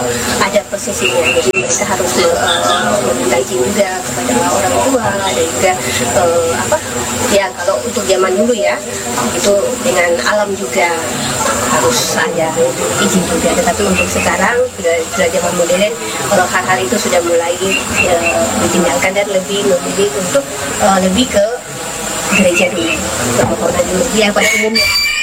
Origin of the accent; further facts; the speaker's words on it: Biak, Papua, Indonesia; Dan itu kalau kami dari Biak itu kadang yang masih menjadi salah satu yang kental itu adalah kepercayaan kepada leluhur-leluhur kami.